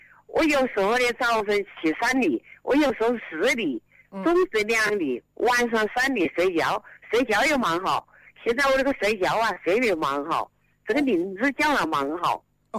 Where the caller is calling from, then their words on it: Wuhan, Hubei, China; 我是这个武汉人，武昌这边。